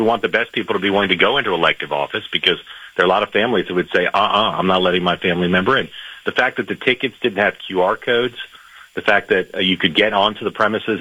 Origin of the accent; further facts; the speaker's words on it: United States; You know, I'm a American and I'm a dad and a husband, but also a reporter.